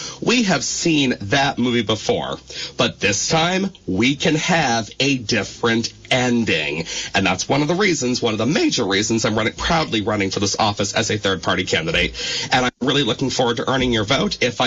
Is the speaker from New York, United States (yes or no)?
no; Rutland, Vermont, United States; my hometown of Rutland County.